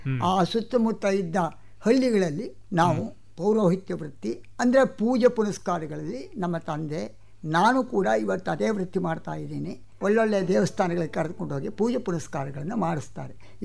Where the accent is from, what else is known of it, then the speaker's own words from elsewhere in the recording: Kanagal, Karnataka, India; ನಮ್ಮದು ದೊಡ್ಡದು ನಾಡೆ ಹೆಂಚಿನ ಮನೆ ಕಣಗಾಲ್ನಲ್ಲಿ. ಆ ನಾಡೆ ಹೆಂಚಿನ ಮನೆಯಲ್ಲಿ ನಾವೆಲ್ಲ ಹುಟ್ಟಿದವರು.